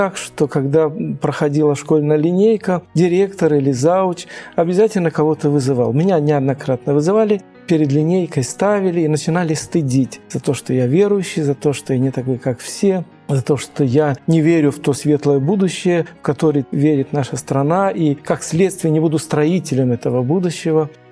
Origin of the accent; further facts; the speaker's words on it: Tajikistan; Я не сказал, что я родился и вырос в Средней Азии, в Таджикистане.